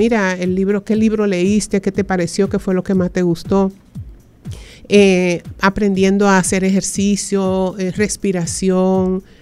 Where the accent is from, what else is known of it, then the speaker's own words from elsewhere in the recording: Puerto Plata, Dominican Republic; yo era una niña, yo soy de Puerto Plata, y yo vivía ahí en el pie del fuerte, al subir la fortaleza, ahí fue donde nací.